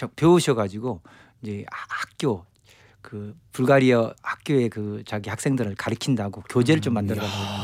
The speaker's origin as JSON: {"language": "Korean", "town": "Hamyang", "region": "South Gyeongsang", "country": "South Korea", "tie": "born or raised there", "accent": "Hamyang dialect", "said": "그 함양의 사투리가 이제 그 아이가 뭐 이런 제 고향이 함양인데."}